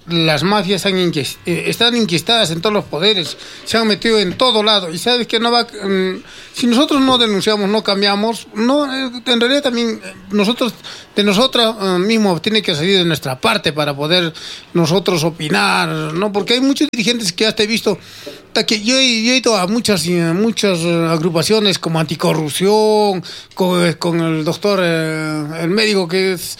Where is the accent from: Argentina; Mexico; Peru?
Peru; Arequipa; como ciudadanos arequipeños, peruanos